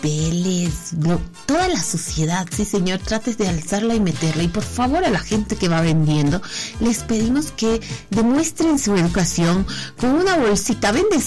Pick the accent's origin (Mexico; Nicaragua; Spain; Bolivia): Bolivia; Potosí; soy muy potosina en ese sentido.